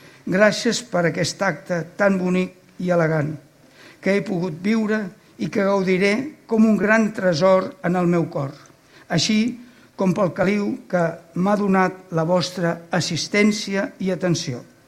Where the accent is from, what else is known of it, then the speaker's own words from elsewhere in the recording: Cubelles, Catalonia, Spain; la meva implicació i compromís amb el meu poble, Cubelles, i la seva gent al llarg de la meva existència